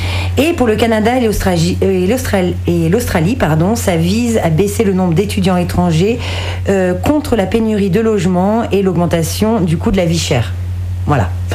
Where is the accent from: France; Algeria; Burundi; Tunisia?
France; au Québec et chez nous, en France, ça a quand même été clairement dit que les frais de scolarité différenciés permettaient d'éviter que les études deviennent une filière d'immigration